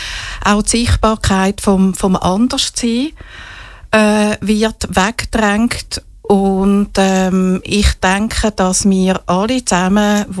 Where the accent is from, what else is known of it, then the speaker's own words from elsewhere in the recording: Winterthur, Zurich, Switzerland; born there; Also ich bin Irin, ich bin 62, wohne fast schon mein ganzes Leben lang hier zu Winterthur.